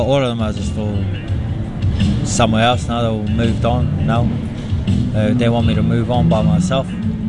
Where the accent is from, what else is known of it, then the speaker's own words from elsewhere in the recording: Whakatane, Bay of Plenty, New Zealand; now in Hamilton, New Zealand; I only just got into Hamilton from Whakatane, that's my hometown. But yeah, I was on the street in Whakatane and I decided to move to Auckland.